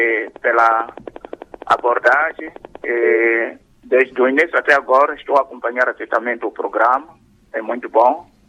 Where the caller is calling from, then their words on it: Vilanculos, Inhambane, Mozambique; falo de Vilanculo.